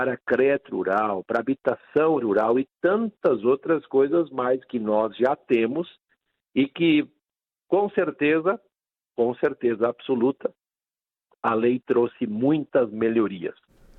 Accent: Santa Cruz do Sul, Rio Grande do Sul, Brazil; onde eu nasci e me criei no interior de Santa Cruz do Sul, no Rio Grande do Sul

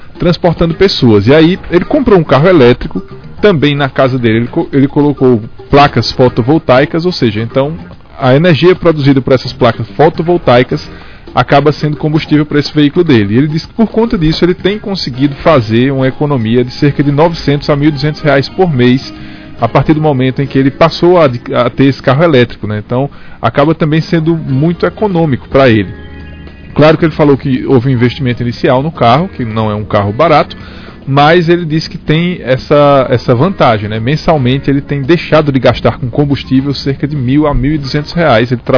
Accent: Camocim de São Félix, Pernambuco, Brazil; em Camucim de São Félix, minha terra

